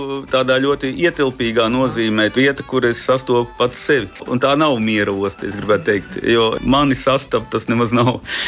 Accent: Latgale, Latvia; born there; now in Riga, Latvia; es esmu īsts īrsiņu latgalietis, es sevi saucu par trimdes latgalieti. Nu, es esmu piedzimis Rīgā, bet, protams, ka man garīgā dzimtene ir visa mana bērnība Latgalē un tagad dzīvu, ko es tur cenšos dzīvot.

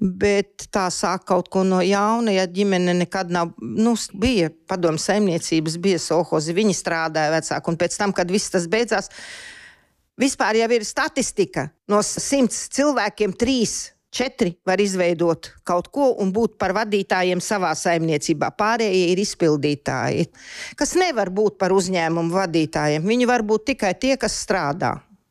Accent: Jūrmala, Latvia; Es esmu no Jūrmalas.

